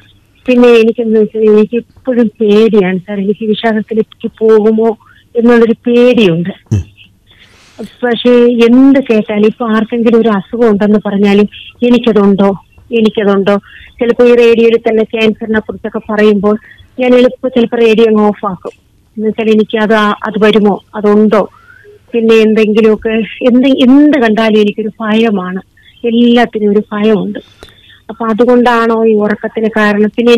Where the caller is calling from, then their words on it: Thiruvananthapuram, Kerala, India; ഞാൻ കരമനയിൽ നിന്നാണ് വിളിക്കുന്നത്.